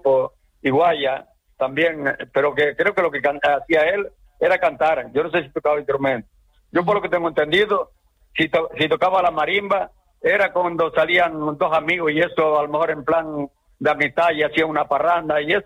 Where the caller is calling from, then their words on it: Los Sauces, Canary Islands, Spain; Del centro mismo, del casco.